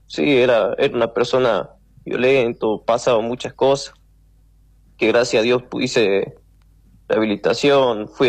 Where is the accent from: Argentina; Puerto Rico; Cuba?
Argentina; Buenos Aires; moved away; yo hace 13 años que me vine de Buenos Aires con mi familia, mi viejo, mis hermanos.